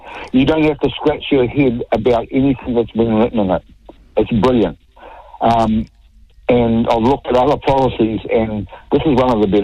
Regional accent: New Zealand; I'm a New Zealander who's probably like a lot of others and been on the computer looking at different policy statements from different parties.

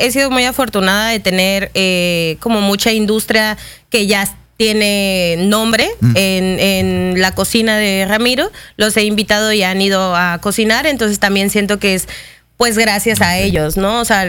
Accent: Mérida, Yucatán, Mexico; born there; Sí, yo soy yucateca.

